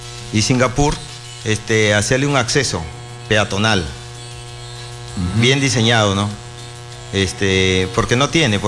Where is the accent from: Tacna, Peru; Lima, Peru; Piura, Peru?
Piura, Peru; Tamarindo; also born or lived in La Libertad; No, soy tamarindeño.